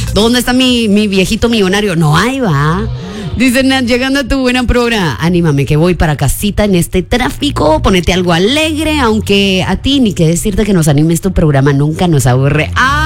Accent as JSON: {"language": "Spanish", "country": "Guatemala", "said": "estamos indignados como guatemaltecos."}